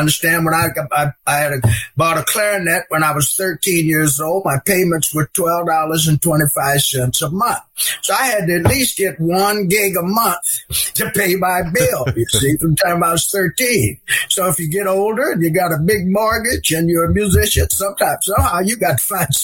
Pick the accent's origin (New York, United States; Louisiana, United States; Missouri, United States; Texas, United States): New York, United States; Olean; my hometown, Olean, New York